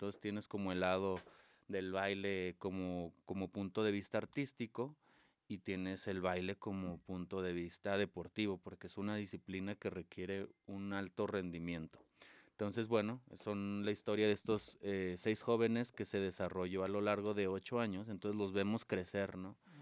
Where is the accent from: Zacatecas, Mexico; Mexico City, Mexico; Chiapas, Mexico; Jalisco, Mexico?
Zacatecas, Mexico; Río Grande; yo siendo oriundo de acá, yo nací en Zacatecas, me crié en Río Grande en mi infancia